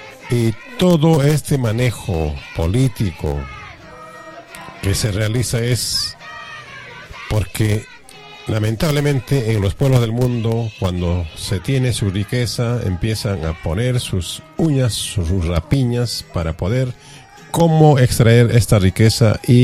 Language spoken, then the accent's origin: Spanish; Peru; nosotros, como peruanos, como patriotas, como nacionalistas